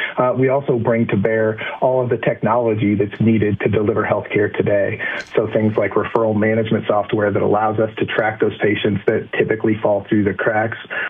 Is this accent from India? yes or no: no; Illinois, United States; my home state of Illinois